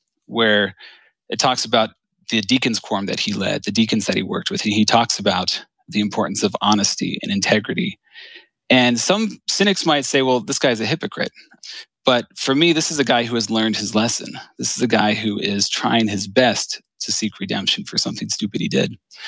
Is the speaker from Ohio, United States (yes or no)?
yes; Cincinnati, Ohio, United States; I grew up in Cincinnati. It's my home. The city gave me a home.